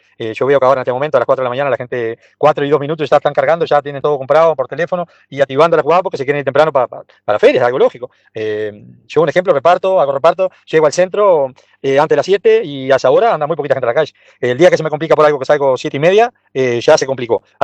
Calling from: San Antonio, Uruguay; de San Antonio.

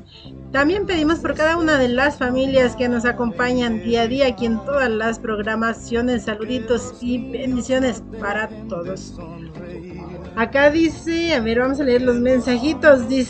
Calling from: Villa de Cos, Zacatecas, Mexico; ya estoy aquí desde Villa de Cos, Zacatecas. … hasta donde llegue la señal de radio, recuerdos de mi tierra.

